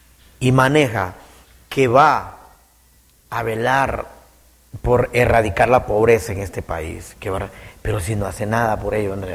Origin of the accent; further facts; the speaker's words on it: Honduras; si a mí como hondureño